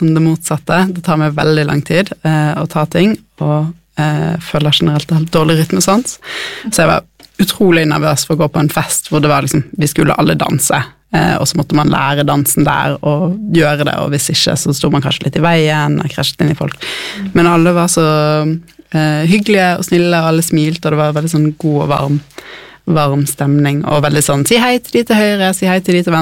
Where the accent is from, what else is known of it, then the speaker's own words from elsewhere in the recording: Bergen, Vestland, Norway; Dere hører jo på dialekten min, jeg er fra Bergen.